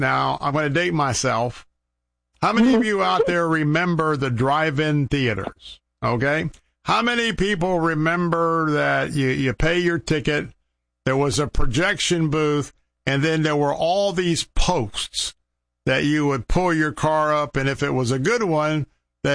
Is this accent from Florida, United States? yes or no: yes; Tampa, Florida, United States; I was born and raised in Tampa.